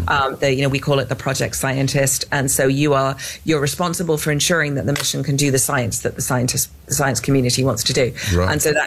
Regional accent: England, United Kingdom; moved away as an adult; you can tell by my accent, I am not from Texas. I am clearly from England.

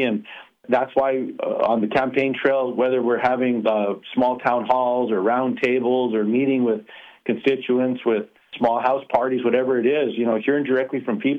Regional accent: New Mexico, United States; I'm very proud to be born and raised in New Mexico.

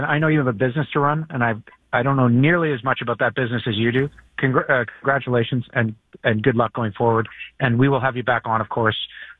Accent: Canada; I'm fiercely Canadian, just like everybody else.

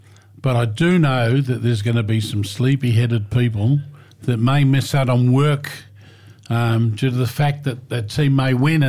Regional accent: Australia; As an Aussie, wearing the green and gold, the boxing kangaroo as well

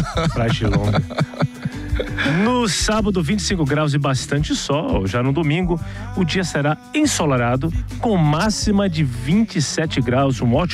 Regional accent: England, United Kingdom; now in Australia; Eu vim da Inglaterra e eu falei, vou pra Austrália porque aqui é muito mais quentinho, né?

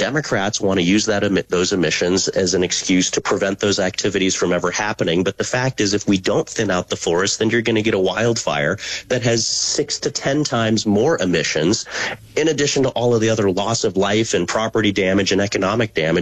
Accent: Colorado, United States; She moved to Denver in the 70s, and I was born in Colorado in the 80s. So born and raised in this state

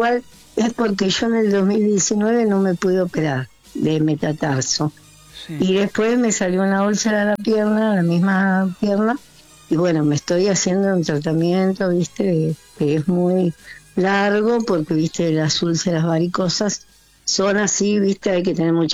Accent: Chubut, Argentina; Yo soy de Chubut. Soy en mi provincia es Chubut. Yo nací en Chubut.

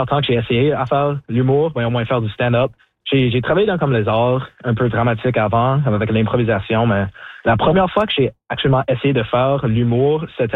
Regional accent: Sault Ste. Marie, Ontario, Canada; French is a second language; j'étais un peu nerveux parce que je viens de Sault-Saint-Marie, donc j'étais toujours dans ma tête que c'est comme, ah, c'est mon français, c'est pas aussi bon que le français des autres.

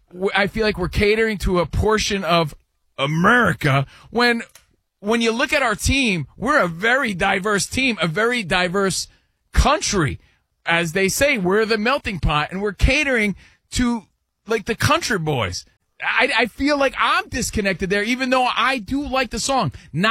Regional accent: New Jersey, United States; I'm a kid from Jersey. I didn't grow up with a country station.

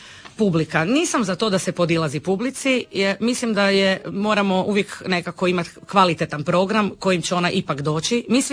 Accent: Pula, Istria County, Croatia; Odrasla sam, rođena sam u Puli i tu sam odrasla.

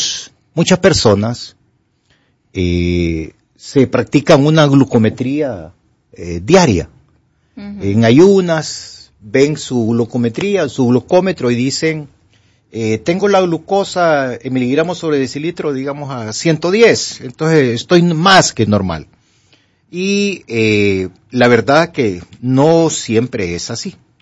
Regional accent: Honduras

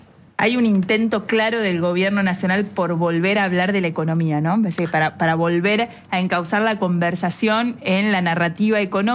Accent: La Dulce, Buenos Aires Province, Argentina; moved away; also born or lived in La Plata; Todavía soy más de La Dulce que de ningún lugar, claro.

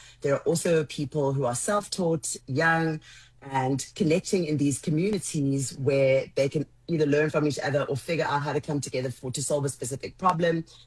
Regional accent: Soweto, Gauteng, South Africa; I grew up in Soweto, which is a giant community in a specific neighborhood, which was a community of its own in a big family that was always expanding.

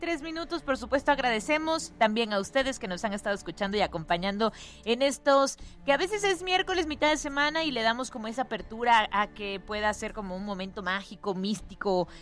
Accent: Mexico; nosotros como mexicanos

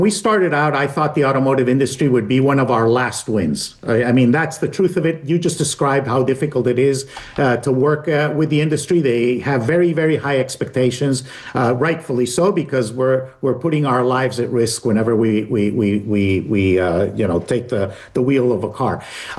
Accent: Colombia; moved away; I'm originally from Colombia

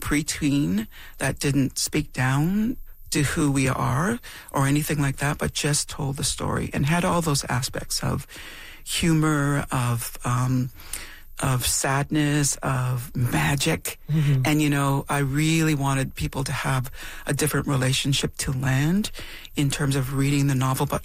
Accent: Temagami, Ontario, Canada; When I grew up in Temagami, in northern Ontario, but I think this is true for all across Canada, really

